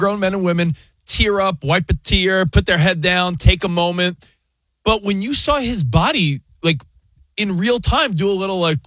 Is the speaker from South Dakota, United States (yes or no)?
no; New Jersey, United States; Because I'm from Jersey.